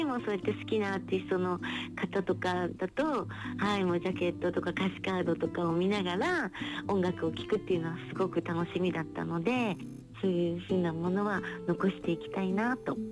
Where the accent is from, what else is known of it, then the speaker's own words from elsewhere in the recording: Ehime, Japan; now in Tokyo, Japan; 愛媛県出身なので、